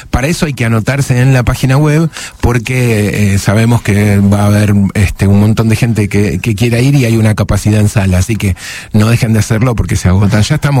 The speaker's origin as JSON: {"language": "Spanish", "town": "Ushuaia", "region": "Tierra del Fuego", "country": "Argentina", "tie": "born or raised there", "said": "yo soy no nací, pero crecí en Ushuaia, y no tengo ninguna capacidad musical, absolutamente ninguna."}